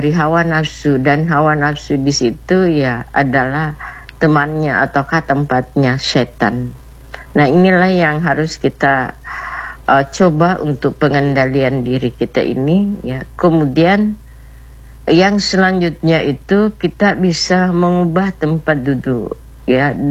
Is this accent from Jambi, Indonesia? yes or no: no; South Sulawesi, Indonesia; dan ini kan sejalan dengan falsafah kita ya sebagai orang Bugis